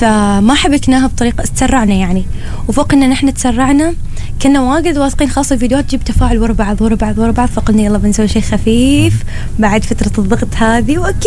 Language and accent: Arabic; Oman; accent: Omani; في لهجتنا لطيفه خفيفه احنا العمانيين،